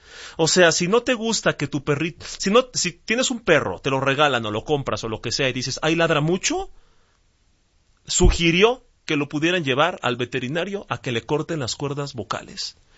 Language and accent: Spanish; Mexico; yo siendo mexicano